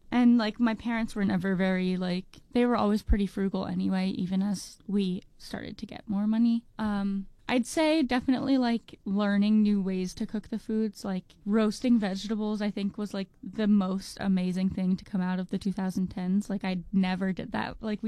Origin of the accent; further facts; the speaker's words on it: New Jersey, United States; And then I grew up in New Jersey.